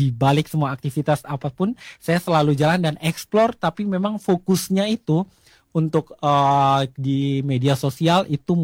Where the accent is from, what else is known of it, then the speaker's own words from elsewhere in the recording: Rote, East Nusa Tenggara, Indonesia; Kemudian karena saya asli Rote, saya tertarik saya waktu itu sebenarnya lebih kayak saya pengen pulang ke Rote dan pengen jalan-jalan sekaligus ketemu keluarga saya.